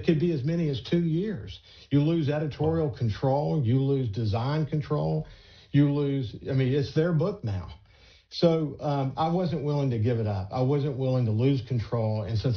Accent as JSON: {"language": "English", "town": "Gulfport", "region": "Mississippi", "country": "United States", "tie": "born or raised there", "also_born_or_lived": "Bellevue (possibly Biloxi), Mississippi", "said": "We grew up in Bellevue and Gulfport together"}